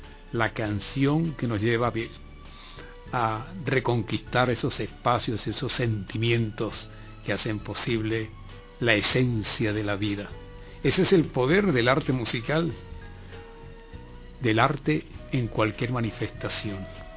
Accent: San Cristóbal, Táchira, Venezuela; moved away; Yo estudiaba en un liceo allá en mi pueblo, el estado Táchira, San Cristóbal

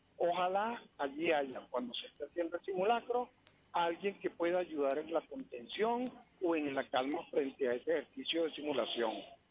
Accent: Venezuela; De los cuales 108 somos psicólogos venezolanos desplegados a lo largo del país

